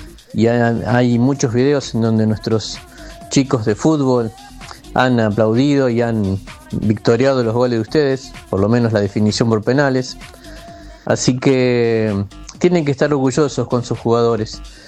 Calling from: Formosa, Argentina; desde Argentina.

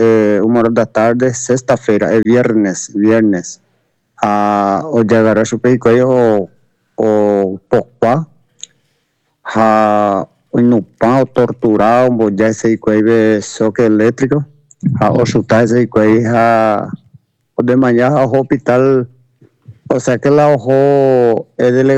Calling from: Amambai, Mato Grosso do Sul, Brazil; de Aldeia Mambay, Mato Grosso do Sul, municipio, cidade de Mambay.

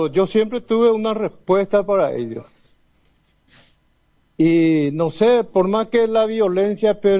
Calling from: Amambay, Paraguay

